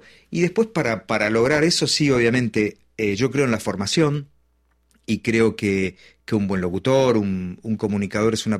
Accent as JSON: {"language": "Spanish", "town": "Mar del Plata", "region": "Buenos Aires Province", "country": "Argentina", "tie": "born or raised there", "said": "Bueno, en Mar del Plata, en mi ciudad natal, escuchaba mi familia, escuchaba mucho la radio AM, Onda Media, ¿no?"}